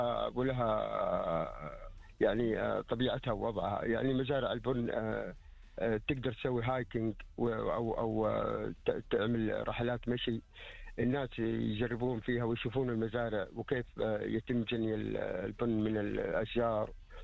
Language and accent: Arabic; Taif, Makkah Province, Saudi Arabia; أنا من أهل الطائف